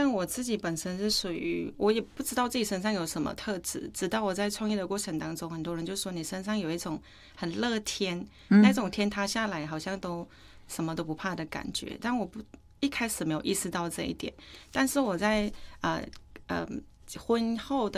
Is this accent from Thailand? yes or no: yes; Northern Thailand, Thailand; Chinese is a second language; now in Taiwan; 我说我是泰国人啊，是泰国北部。